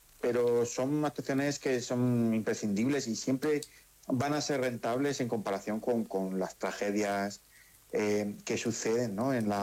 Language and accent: Spanish; Andalusia, Spain